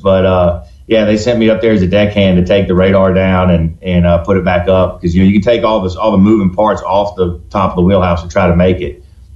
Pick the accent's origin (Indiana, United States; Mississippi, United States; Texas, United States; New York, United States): Mississippi, United States; Vicksburg; we're both here in Vicksburg working underneath kind of a larger umbrella of my family's business. So it's been a lot of fun to do it together and be here in my hometown.